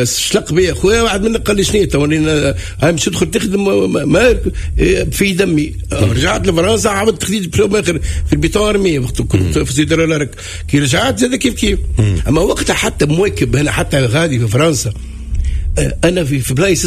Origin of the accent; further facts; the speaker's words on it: Tunisia; born there; في حومتنا في حي الزهور، حومتي انا وحومة المرحوم وعشيري